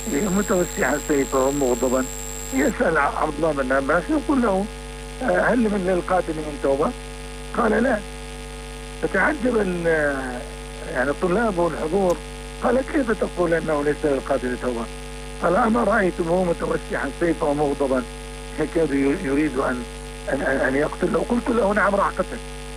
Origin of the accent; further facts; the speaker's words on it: Syria; moved away as an adult; إحنا نستطيع أبناء سوريا أن ندافع عن بلدنا